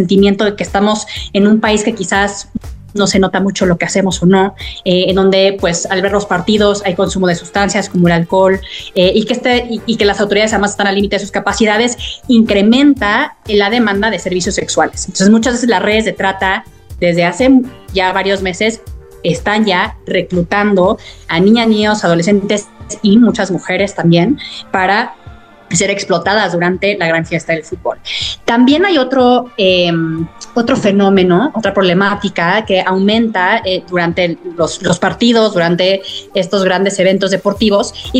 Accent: Mexico; viene una temporada que nos emociona como mexicanos, como ciudadanos del mundo.

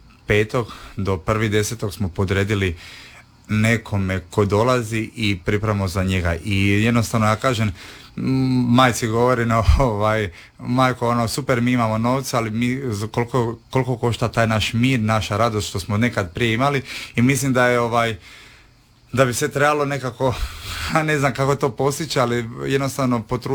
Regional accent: Split, Split-Dalmatia County, Croatia; iz Dalmacije sam, pa znam što se zapravo događa u zadnjih 20 godina

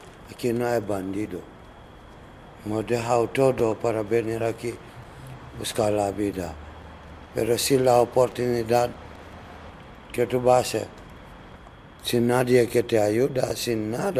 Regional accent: Conakry, Guinea; Spanish is a second language; moved away; Soy de Guinea, Conakry.

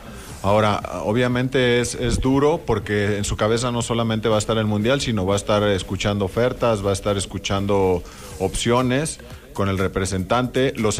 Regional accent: Acámbaro, Guanajuato, Mexico; yo soy de Acámbaro

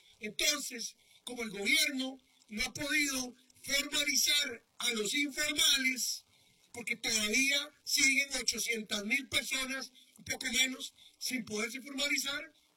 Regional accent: Costa Rica; Yo en estos momentos soy un costarricense

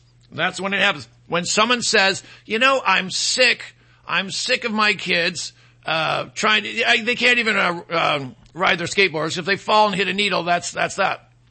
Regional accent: Detroit, Michigan, United States; I'm from Detroit. It's the law.

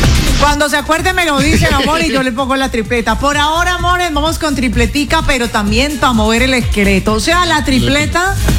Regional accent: Colombia

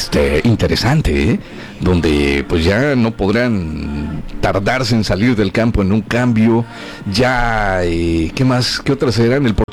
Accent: Mexico; somos mexicanos

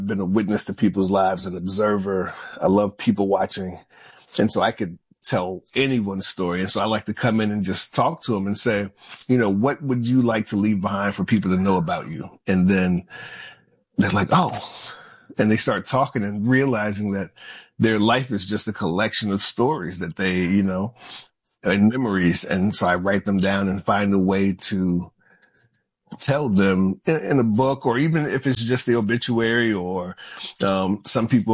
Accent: Charlottesville, Virginia, United States; moved away as an adult; So I born and raised in Charlottesville, Virginia. Haven't lived there in a long time. Left at 18 and went to Daytona for college, but that will always be home.

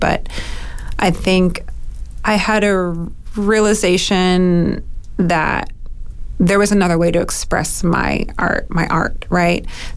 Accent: New Orleans, Louisiana, United States; I am from New Orleans, born and raised, and I think much like a lot of us who grew up here, I definitely grew up around food and I grew up in the kitchen

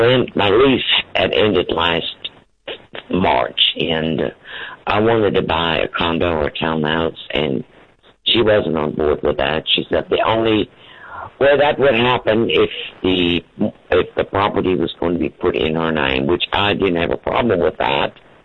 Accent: Germany; now in Phoenix, United States; I was born and raised in Germany.

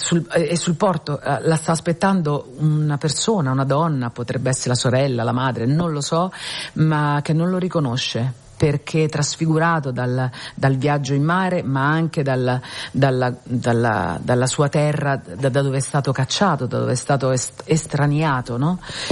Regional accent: Rome, Lazio, Italy; also born or lived in Tuscany; io sono partita dalla Toscana dopo 5 anni e sono tornata nella mia città, a Roma.

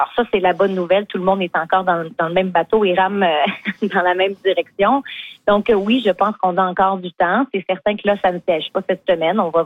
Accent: Gaspé, Quebec, Canada; Pour moi, c'est là où tout a commencé aussi. C'est ma région natale.

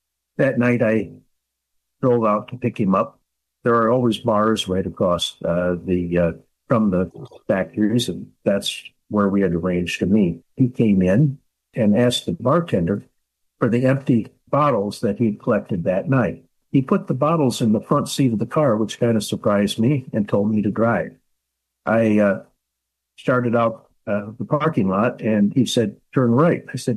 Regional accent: Michigan, United States; also born or lived in North Carolina; I was originally born on a Marine Corps base in Cap Lejeune, North Carolina, and I was raised in the Thumb area of Michigan.

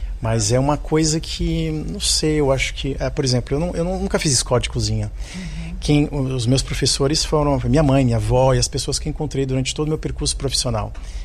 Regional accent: Santos, São Paulo, Brazil; moved away as an adult; Eu saí do Brasil com 19, eu fiz um intercâmbio no estrangeiro, tá, na Inglaterra, numa casa de família. E quando eu voltei, eu falei assim, eu não fico aqui. Era em 96, 98. Então, eu nasci em Santos e fiquei pouco tempo por lá, uns 20 anos.

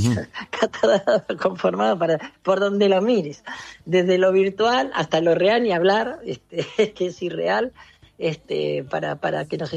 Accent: Buenos Aires, Argentina; born there; also born or lived in Mercedes, Buenos Aires Province; now in Córdoba, Argentina; yo nací en Mercedes, toda la familia por parte de mi mamá es de Mercedes, mis padres vinieron para Flores, para el barrio de Flores, sé que una mezcla del barrio de Flores y Mercedes, y íbamos todos los fines de semana y los veranos los pasaba en Mercedes

